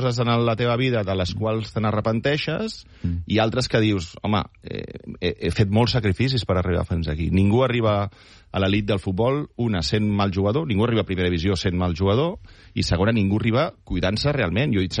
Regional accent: Granollers, Catalonia, Spain; sóc de Granollers

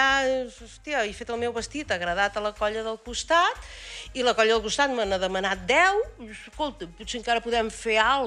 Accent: Riudoms, Catalonia, Spain; Jo soc de Riudoms.

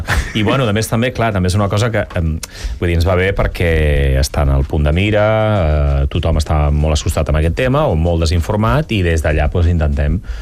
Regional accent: Altafulla, Catalonia, Spain; com sóc el d'Altafulla

